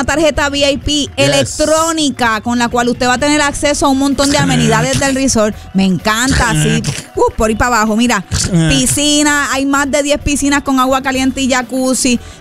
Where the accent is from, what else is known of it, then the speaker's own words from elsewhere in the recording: Caguas, Puerto Rico; Yes, mi ciudad natal.